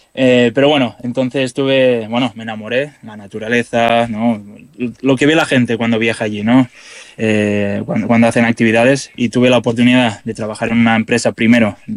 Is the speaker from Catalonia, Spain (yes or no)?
yes; Catalonia, Spain; moved away as an adult; now in Finland; yo soy de Cataluña